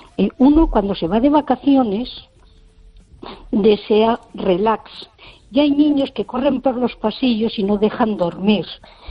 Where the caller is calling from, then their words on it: Ourense, Galicia, Spain; Desde Orense.